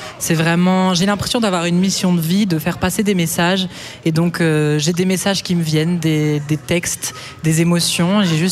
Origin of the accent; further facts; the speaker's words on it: Baudour, Wallonia, Belgium; moved away as an adult; Alors moi je suis originaire de Beaudour, près de Mons.